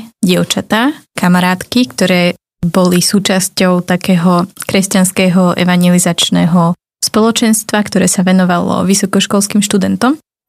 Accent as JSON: {"language": "Slovak", "town": "Bratislava", "region": "Bratislava Region", "country": "Slovakia", "tie": "born or raised there", "said": "Som pôvodom z Bratislavy"}